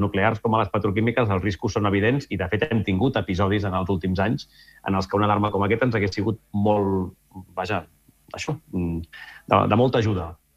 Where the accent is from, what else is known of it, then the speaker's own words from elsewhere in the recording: Reus, Catalonia, Spain; jo sóc de Reus i, per tant, jo visc a pocs quilòmetres de diverses centrals nuclears i a pocs quilòmetres del polígon petroquímic més important del sud d'Europa.